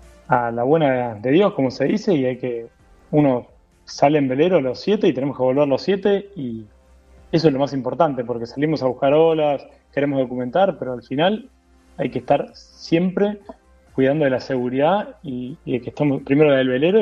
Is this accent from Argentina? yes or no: yes; Buenos Aires Province, Argentina; Somos de las afueras de Buenos Aires.